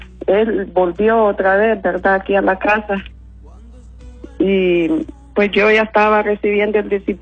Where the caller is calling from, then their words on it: Honduras; De aquí Villanueva, hermano. Aquí de Teus, de Alta.